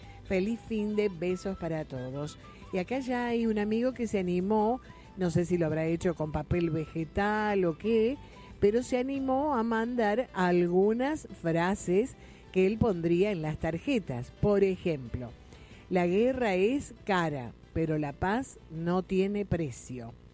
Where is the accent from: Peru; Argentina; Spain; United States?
Argentina; Tancacha, Córdoba; La familia vive en Mar del Plata, somos de Tancacha, en Río Tercero también hay familia.